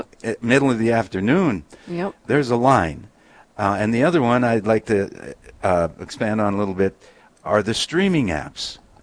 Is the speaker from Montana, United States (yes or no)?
yes; Wibaux, Montana, United States; also born or lived in Beach, North Dakota; I don't know how far you want to go back, Karen, but I was born in Beach, North Dakota, raised in Weeble, Montana.